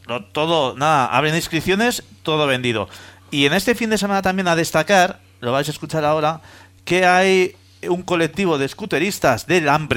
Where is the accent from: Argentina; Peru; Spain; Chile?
Spain; Miranda de Ebro, Castile and León; born there; En Miranda de Ebro, mi ciudad natal, mi tierra natal.